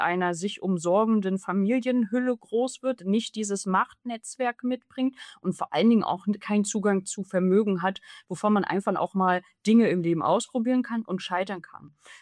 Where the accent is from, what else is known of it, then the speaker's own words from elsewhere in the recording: Rostock, Mecklenburg-Vorpommern, Germany; aber es war in den 90ern, in denen ich groß geworden bin in Rostock-Spalen, natürlich auch oft verbunden mit einer Perspektivlosigkeit und mit einer Armut um mich herum